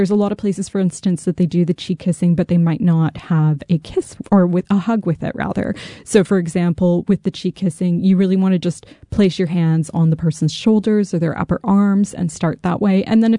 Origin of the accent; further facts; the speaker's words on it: Canada; because as a Canadian, you just do not wear shoes inside the house.